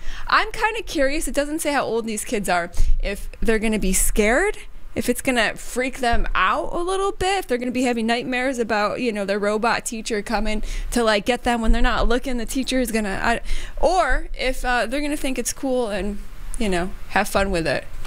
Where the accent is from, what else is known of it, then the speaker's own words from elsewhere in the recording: New York, United States; There's a school district in Western New York, close to me, I'm getting worried, close to my hometown.